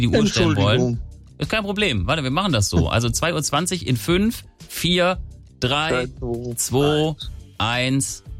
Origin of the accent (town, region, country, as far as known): Hesse, Germany